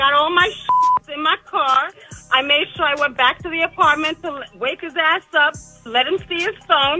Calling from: Brooklyn, New York, United States; Well, I was calling from Brooklyn. I'm leaving Brooklyn.

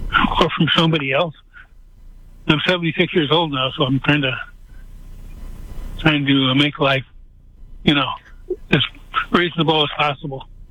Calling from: Texas, United States; I'm right here on the border, actually. I'm 5 miles from Reynosa.

